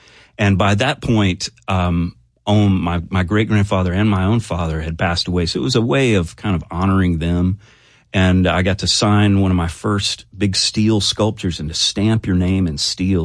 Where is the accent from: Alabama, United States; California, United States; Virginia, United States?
Alabama, United States; Prattville; You know, it was very green. A lot of kudzu, a lot of red clay hills that are kind of lovely to spend some time with.